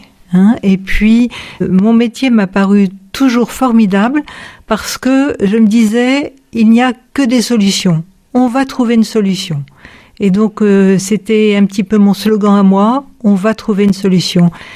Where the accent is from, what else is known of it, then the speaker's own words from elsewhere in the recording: Versailles, Île-de-France, France; moved away as an adult; now in Ain, France; mon père qui était militaire a posé ses valises à Versailles et donc j'ai grandi à Versailles.